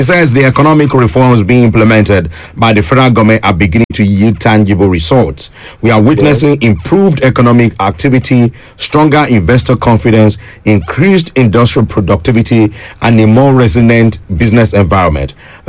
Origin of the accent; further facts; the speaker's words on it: Nigeria; as a Nigerian